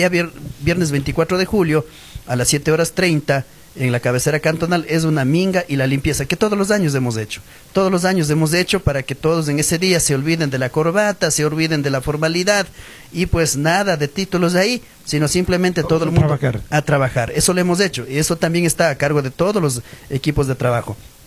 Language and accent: Spanish; Ecuador; También como huamoteños, como ecuatorianos